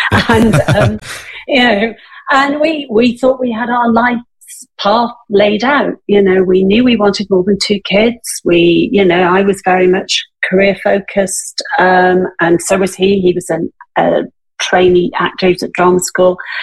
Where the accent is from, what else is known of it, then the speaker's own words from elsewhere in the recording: Wales, United Kingdom; moved away as an adult; now in London, United Kingdom; Totally. I was born in Wales, I grew up in Wales, and then I left Wales when I was about 19 to go to uni.